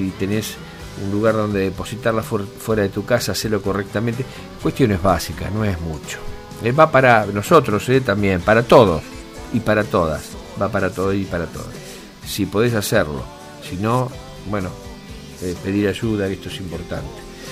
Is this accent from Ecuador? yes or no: no; Esquel, Chubut, Argentina; moved away; Yo provengo de Esquel